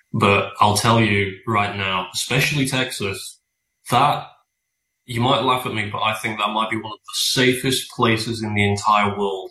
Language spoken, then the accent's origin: English; England, United Kingdom; now in United States; becoming a US citizen, because I'm more patriotic to the US, and funnily enough, I'm more patriotic to my home country, is you're not allowed to fly the Union Jack or the England flag